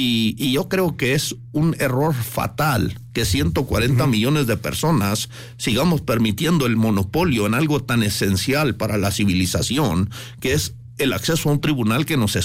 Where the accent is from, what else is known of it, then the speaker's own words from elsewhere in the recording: Chihuahua, Mexico; born there; Sí, pues yo nací en Chihuahua y pues realmente me considero un mexicano.